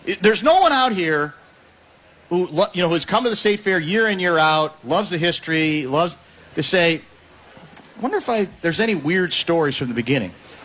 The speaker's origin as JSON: {"language": "English", "region": "Indiana", "country": "United States", "tie": "born there", "said": "because I was born in Indiana."}